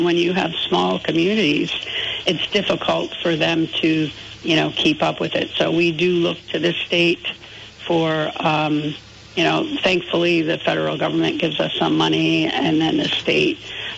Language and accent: English; Vermont, United States; so I'm from Rutland County, and Rutland County has 7 high schools in the county